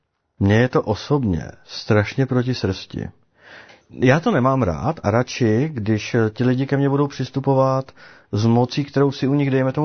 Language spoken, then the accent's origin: Czech; Bruntál, Moravian-Silesian Region, Czechia; když ke mně přijde můj člen z Bruntálu a mluví se mnou, jak bych tak u nás na Bruntálsku řekli, na férovku, a bez obalu